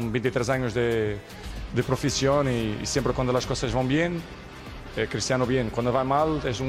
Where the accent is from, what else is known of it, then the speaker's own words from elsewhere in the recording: Spain; Soy español, sí.